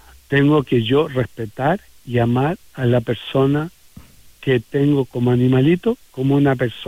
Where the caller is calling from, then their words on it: Salamanca, Coquimbo, Chile; Yo vengo desde Salamanca, en un valle hermoso, precioso